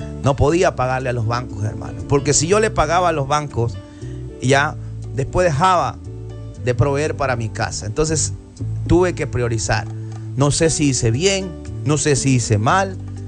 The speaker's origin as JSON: {"language": "Spanish", "country": "Ecuador", "said": "De Ecuador, mi querida Cecilia Rosa, de Ecuador. Sí, somos de Ecuador."}